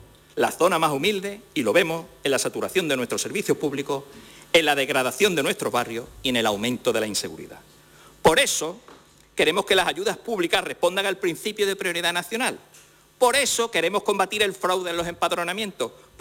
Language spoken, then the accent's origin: Spanish; Cádiz, Andalusia, Spain; accent: Andalusian; ¿Que soy andaluz y ceseo o seseo? ¿Cuál es el problema, señor Jiménez?